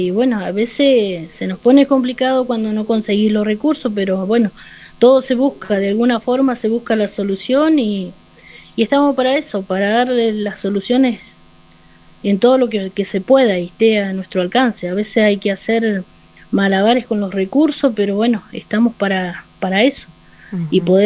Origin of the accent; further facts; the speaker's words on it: Laguna Blanca, Argentina; yo soy de acá, de Laguna Blanca, me crié acá en el campo, fui a la escuela de acá, me eduqué acá, tuve mis hijos acá